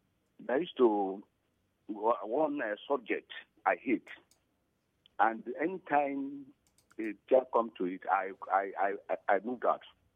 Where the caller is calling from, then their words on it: Central Region, Ghana; I am calling from Roboko.